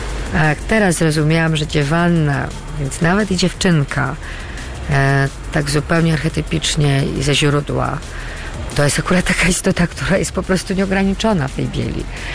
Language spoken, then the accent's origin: Polish; Poznań, Greater Poland Voivodeship, Poland; Ja jestem poznanianką z urodzenia. Spędziłam tu pierwsze, z moimi przerwami, 30 lat swego życia.